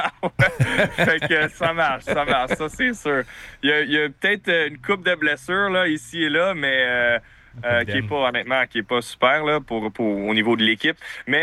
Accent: Quebec, Canada; mais je suis fier québécois, fier canadien. Puis, j'aime ça à la maison.

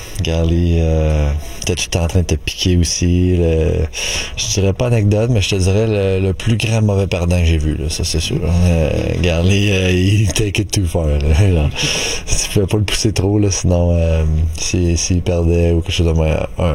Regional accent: Quebec, Canada; spécialement en tant que Québécois pour moi personnellement

